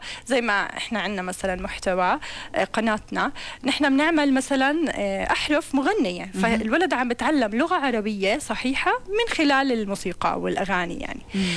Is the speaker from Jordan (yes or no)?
yes; Jordan; first language Arabic; نحن اللغة العربية هي لغتنا نحن كأردنيين وكعرب